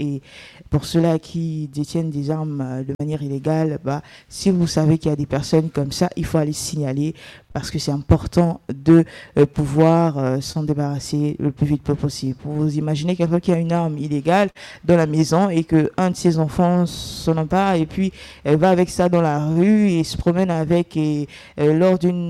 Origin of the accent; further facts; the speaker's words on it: Gabon; chez nous au Gabon